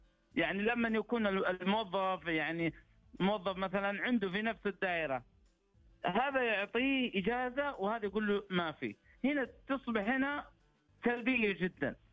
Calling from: Jeddah, Makkah Province, Saudi Arabia

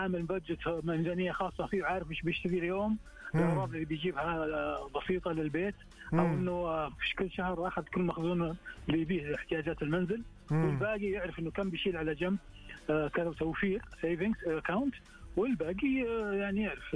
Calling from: Riyadh, Riyadh Province, Saudi Arabia; من الرياض.

